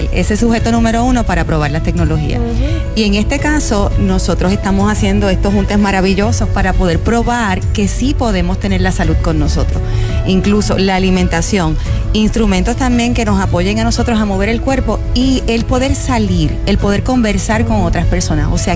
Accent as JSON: {"language": "Spanish", "country": "Puerto Rico", "said": "darnos la oportunidad a nosotros como puertorriqueños"}